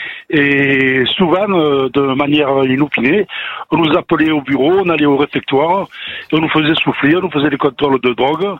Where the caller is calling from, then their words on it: Auvergne-Rhône-Alpes, France; Bonjour, je suis à Savoie, dans la Maurienne.